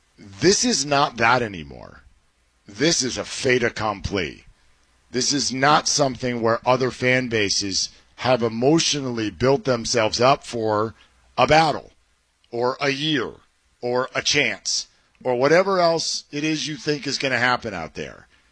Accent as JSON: {"language": "English", "area": "Bay Area", "region": "California", "country": "United States", "tie": "born or raised there", "also_born_or_lived": "Los Angeles", "moved": "yes", "said": "I grew up in the Bay Area and I root for the San Francisco Giants."}